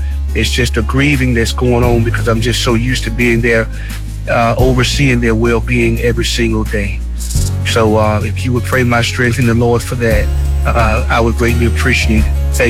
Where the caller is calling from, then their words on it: Ahoskie, North Carolina, United States; I'm calling from Ahoskie, North Carolina.